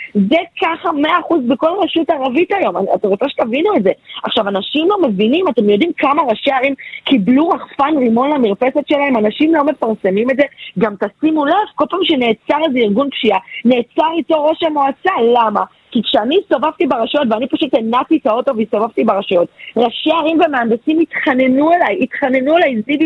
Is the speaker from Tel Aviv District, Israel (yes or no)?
yes; Tel Aviv, Tel Aviv District, Israel; מאיפה שבאתי, מהתחנה המרכזית הישנה שם גדלתי